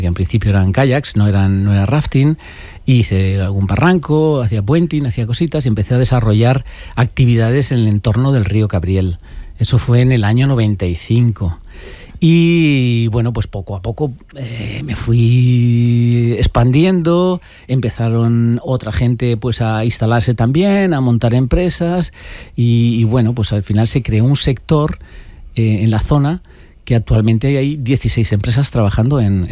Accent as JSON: {"language": "Spanish", "town": "Venta del Moro", "region": "Valencian Community", "country": "Spain", "tie": "born or raised there", "moved": "as an adult", "said": "yo vengo de Venta del Moro, que es el pueblo donde me vi a nacer y donde pasé mis primeros 18 años hasta que salí de ahí en busca de aventuras."}